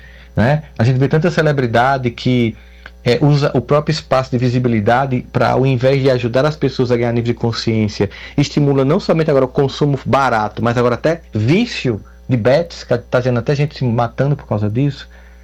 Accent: Campina Grande, Paraíba, Brazil; eu sou de Campina Grande, porque eu sou paraibano.

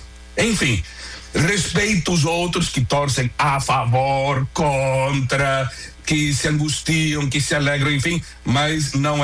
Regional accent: Brazil; Sou brasileiro, torço pelo Londrina, Esporte Clube Tubarão, não é?

